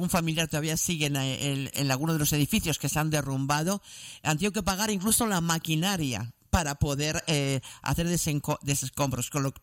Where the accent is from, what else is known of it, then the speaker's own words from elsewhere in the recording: Vega de San Mateo, Canary Islands, Spain; yo soy de la Vega de San Mateo, vivo en la Vega de San Mateo